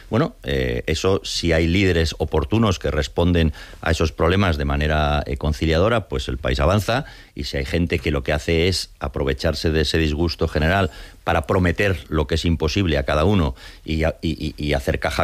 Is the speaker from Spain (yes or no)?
yes; Spain; Hombre, claro que sé que soy español y me gusta García Lorca.